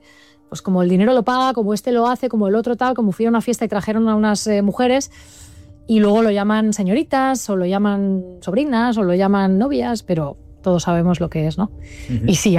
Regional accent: Barcelona, Catalonia, Spain; now in Madrid, Spain

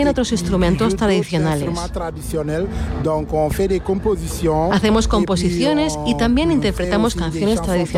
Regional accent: Senegal; Spanish is a second language; now in Montreal, Canada; Vengo de Senegal, pero estoy radicado aquí, en Montreal, Quebec, Canadá.

